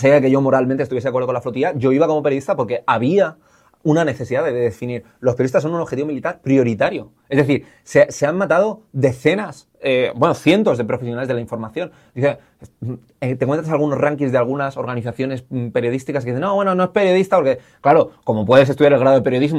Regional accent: Spain; los españoles en general, porque fuimos una de las últimas nacionales en ser repatriadas

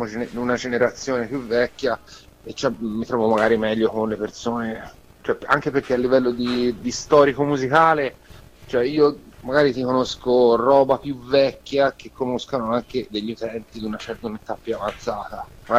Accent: Montemurlo, Tuscany, Italy; Io sono di Prato, nello specifico Montemurlo

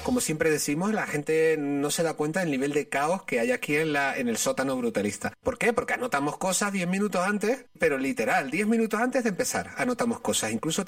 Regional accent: Canary Islands, Spain; yo como buen canario, yo tengo en la epidermis ya grabado el sol.

